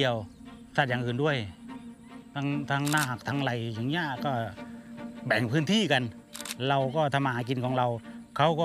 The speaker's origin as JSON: {"language": "Thai", "town": "Ranot", "region": "Songkhla", "country": "Thailand", "tie": "born or raised there", "said": "ซึ่งที่นี่เป็นบ้านเกิดผม"}